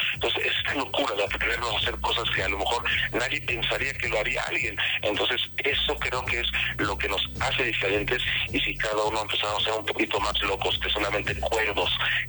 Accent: Mexico; Pues fíjate que me baso mucho en cómo somos como mexicanos.

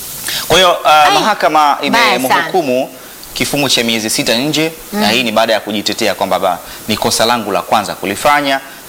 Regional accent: Songea, Ruvuma, Tanzania; now in Dar es Salaam, Tanzania; Ukienda kule kwetu Songea kule

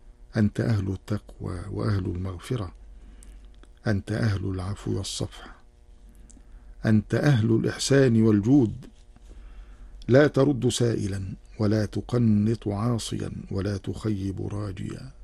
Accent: Egypt; اللهم اجعل بلدنا مصر أمنا أمانا سلما سلاما

